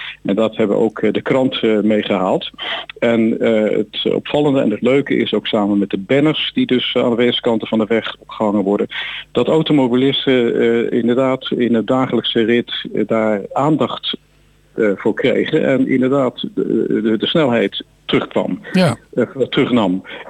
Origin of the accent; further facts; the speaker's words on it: Rotterdam, South Holland, Netherlands; moved away as an adult; now in Amsterdamse Straatweg (N221), near Soest, Netherlands; Ik woon zelf, we komen uit Rotterdam en omstreken.